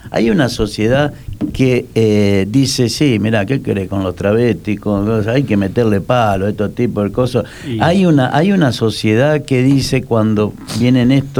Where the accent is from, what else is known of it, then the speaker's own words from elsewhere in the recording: Santa Fe, Argentina; born there; Casi frente a mi casa que, donde yo nací